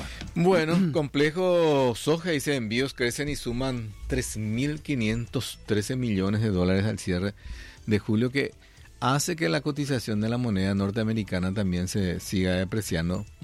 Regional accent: Paraguay; ya soy paraguayo

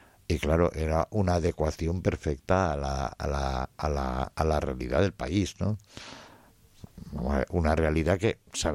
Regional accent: Valencian Community, Spain; vengo de una tierra, yo soy valenciano, que es una tierra bilingüe.

